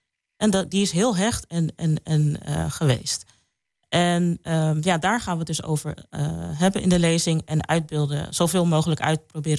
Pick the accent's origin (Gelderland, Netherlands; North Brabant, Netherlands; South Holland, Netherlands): South Holland, Netherlands; Alphen aan den Rijn; moved away; Ik heb roots in Suriname. Ik ben zelf toevallig geboren en getogen in Alphen.